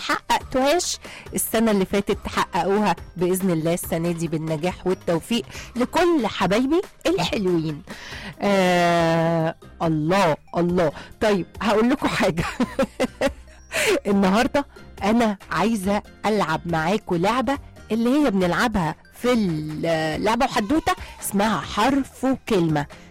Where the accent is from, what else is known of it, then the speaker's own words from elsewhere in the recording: Egypt; ما انا من ايجيبت ومن مصر ومن كل حتة، من مصر طبعا مش من كل حتة، انا من مصر.